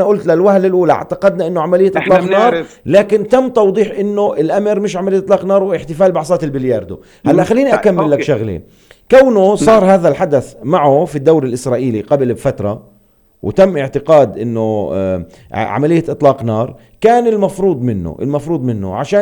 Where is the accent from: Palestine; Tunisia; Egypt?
Palestine; هي بتمثل كثير لنا كفلسطينيين كعرب كمسلمين.